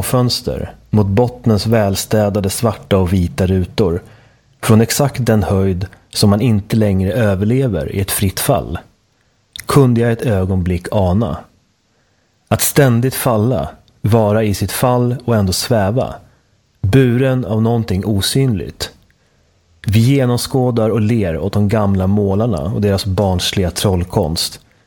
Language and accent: Swedish; Västmanland County, Sweden; Jag är också västmanlänning. Och du också, Boris. Va?